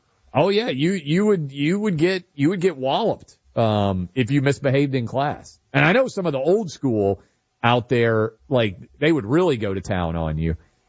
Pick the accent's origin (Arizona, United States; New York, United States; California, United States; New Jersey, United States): New York, United States; New York City; this is where growing up in New York City.